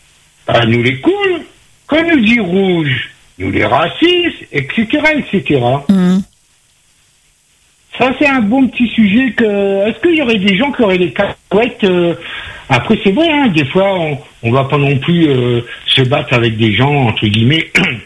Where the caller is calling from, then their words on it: Réunion; je kiffais vraiment en tant que Réunionnais, hein, je l'assume.